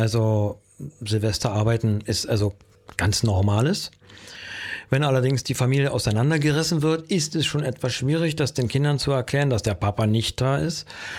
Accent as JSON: {"language": "German", "region": "Berlin", "country": "Germany", "tie": "born or raised there", "said": "Also als richtiger Berliner ist man damit groß geworden, auch wenn man oft angehalten wurde, bitte Hochdeutsch zu sprechen."}